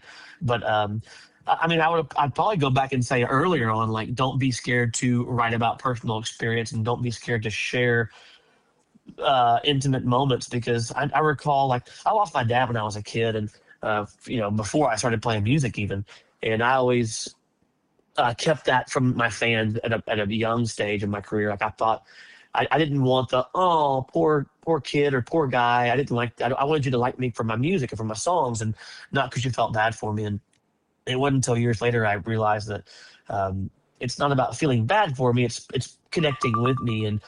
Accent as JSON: {"language": "English", "town": "Leander", "region": "Texas", "country": "United States", "tie": "born or raised there", "said": "I grew up in Leander, just, you know, east of you guys, so I'm not far from y'all. And went to Leander High School, just like my parents did."}